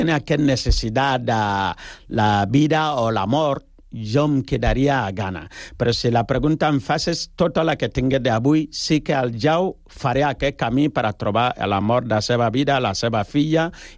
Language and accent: Catalan; Ghana; Catalan is a second language; now in Spain; perquè jo soc de Ghana, tu imagina que jo vinc aquí amb un taparrabo o una aliança